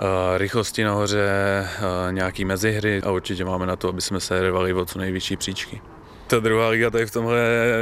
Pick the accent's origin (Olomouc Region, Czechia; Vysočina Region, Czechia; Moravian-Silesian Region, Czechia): Vysočina Region, Czechia; Nové Město na Moravě; Pocházím z Vysočiny, takže jsem moc rád, že tady můžu být a Jihlavu jsem vždycky sledoval